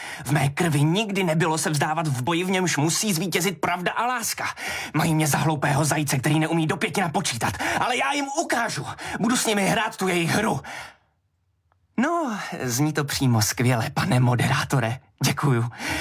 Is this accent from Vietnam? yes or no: yes; Vietnam; Ano, jsem z Vietnamu. Moje maminka mě učila vařit, když jsem byl dítě.